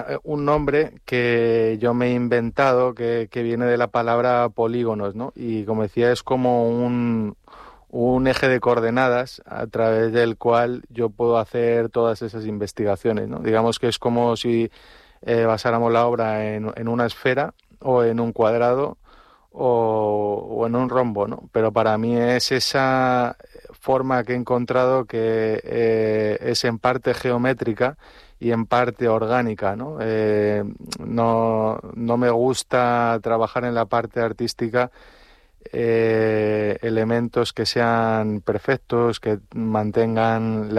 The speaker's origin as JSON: {"language": "Spanish", "town": "Madrid", "region": "Community of Madrid", "country": "Spain", "moved": "as an adult", "lives_now": "Canary Islands, Spain", "said": "yo soy madrileño"}